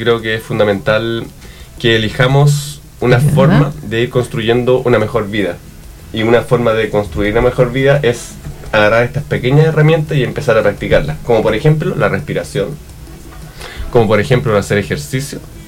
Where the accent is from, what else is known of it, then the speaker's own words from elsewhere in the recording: Germany; Spanish is a second language; Solo soy alemana y tengo este tono.